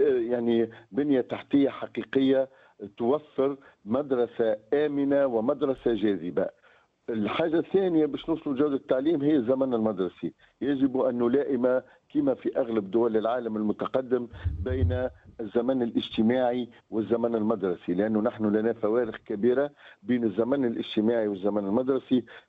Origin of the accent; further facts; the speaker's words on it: Tunisia; أولا جودة نحن عندنا تقريبا في تونس حققنا الوصول